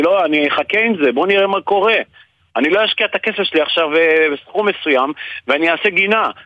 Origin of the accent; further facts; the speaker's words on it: Kiryat Shmona, Northern District, Israel; אני נולדתי פה.